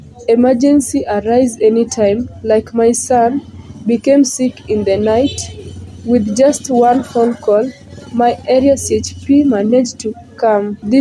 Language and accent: English; Siaya, Siaya County, Kenya; I am from Awelo Estate in Siaya Town.